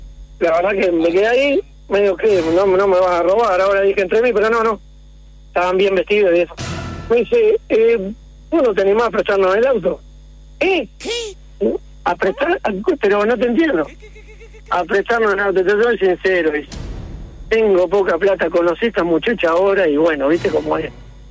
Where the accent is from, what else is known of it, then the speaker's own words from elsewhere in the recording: Uruguay; No, para, yo soy un buen uruguayo, querido